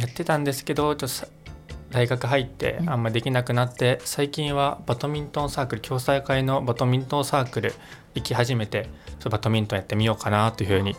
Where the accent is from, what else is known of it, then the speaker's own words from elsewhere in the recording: Gifu, Japan; moved away as an adult; now in Chofu, Japan; 私は岐阜県出身です。